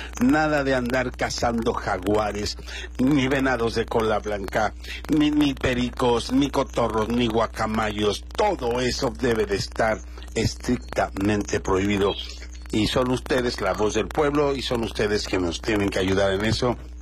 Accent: Guerrero, Mexico; Amaría mucho más a los que, como yo, somos orgullosamente indígenas de Guerrero, de la tierra de Guerrero.

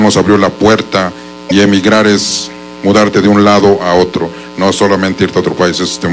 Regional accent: Huaquechula, Puebla, Mexico; moved away; also born or lived in New York / United States; soy originario del municipio de Huaquechula, orgullosamente poblano. Y bueno, nosotros llegamos allá al estado de Nueva York con una mano enfrente y otra atrás, como muchos migrantes.

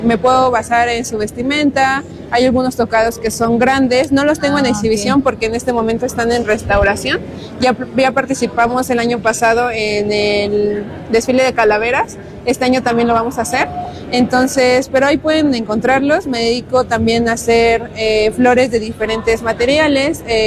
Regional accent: Atlixco, Puebla, Mexico; soy artista o artesana del municipio de Atlixco.

